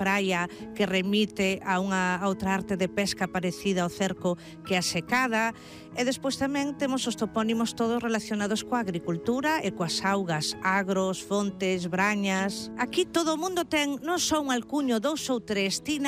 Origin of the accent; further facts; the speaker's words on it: A Illa de Arousa, Galicia, Spain; e a veciñanza da Illa de Arousa, que somos provincia de Pontevedra.